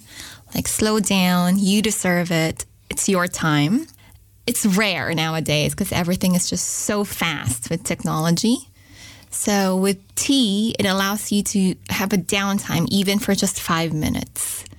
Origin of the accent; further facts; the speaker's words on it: Philippines; moved away; I grew up in the Philippines, and there's a nice tea culture there, especially herbal teas.